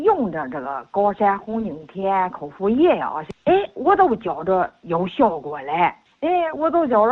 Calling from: Shijiazhuang, Hebei, China; 我都是石家庄的。

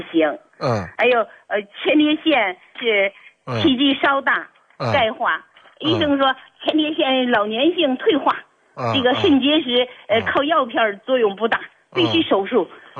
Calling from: Handan, Hebei, China; 我是邯郸的一个新朋友。

